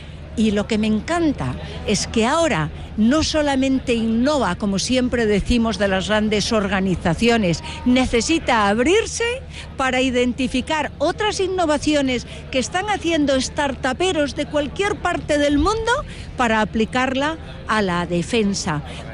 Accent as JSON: {"language": "Spanish", "country": "Spain"}